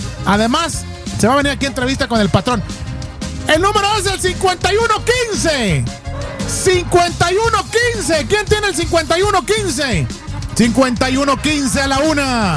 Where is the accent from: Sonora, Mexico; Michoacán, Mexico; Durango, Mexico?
Michoacán, Mexico; Zamora; ¡soy michoacano, señores! ¡Nacido y criado en Zamora!